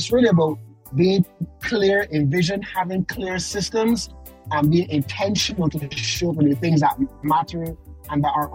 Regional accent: Trinidad & Tobago; from Trinidad and Tobago

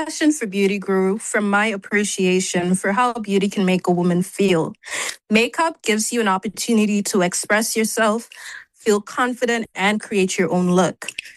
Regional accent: Cockburn Town, Grand Turk, Turks & Caicos Islands; born there; I was born in Grand Turk.

